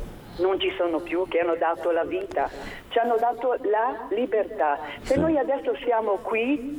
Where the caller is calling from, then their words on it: Genoa, Liguria, Italy; Essendo di Genova